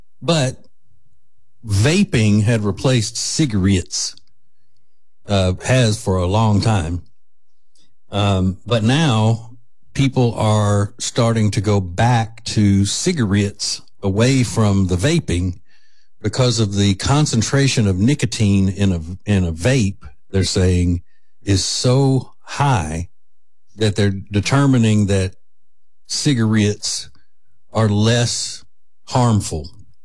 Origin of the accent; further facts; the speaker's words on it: Winnfield, Louisiana, United States; the way a lot of the people in my hometown of Winfield, Louisiana pronounce it, cigarette.